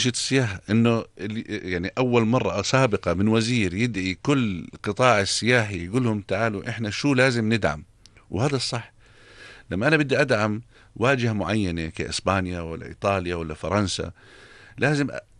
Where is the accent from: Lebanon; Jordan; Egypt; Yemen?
Jordan; عندنا في الأردن